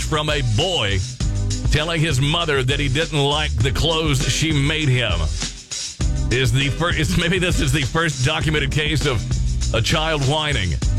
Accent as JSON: {"language": "English", "region": "Kentucky", "country": "United States", "tie": "born or raised there", "said": "The first headquarters for KFC is going up for auction in, well, my home state, Shelbyville, Kentucky."}